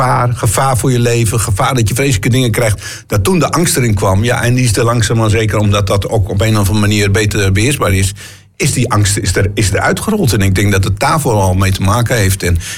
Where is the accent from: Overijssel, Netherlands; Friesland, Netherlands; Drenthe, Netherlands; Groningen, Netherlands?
Groningen, Netherlands; En wij zijn misschien als Groningers wel een beetje negatief ingesteld.